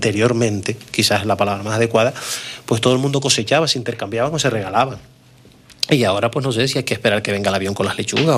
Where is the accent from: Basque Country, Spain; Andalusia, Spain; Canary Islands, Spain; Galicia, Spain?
Canary Islands, Spain; La Palma; born or raised there